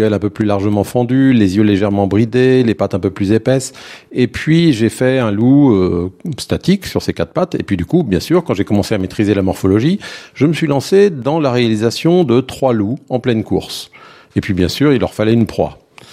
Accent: Rennes, Brittany, France; Mes premiers souvenirs, c'est alors que j'étais encore lycéen à Rennes, où je suis né à Rennes en Bretagne.

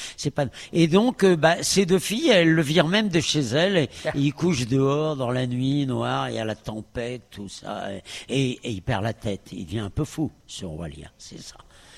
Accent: Paris, Île-de-France, France; De Paris. Moi, je suis parisien au départ.

